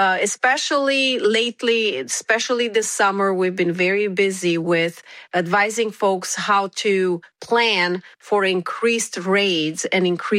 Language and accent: English; Romania; first language Romanian; English is a second language; now in Connecticut, United States